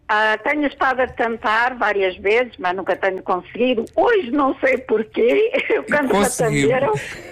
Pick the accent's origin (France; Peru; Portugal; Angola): Portugal; Vila Pouca de Aguiar, Norte; born there; now in Queijas, Portugal; Eu nasci em Trás-os-Montes com muito orgulho, pertenço ao distrito de Vila Real, a uma aldeia chamada Barrela de Jales.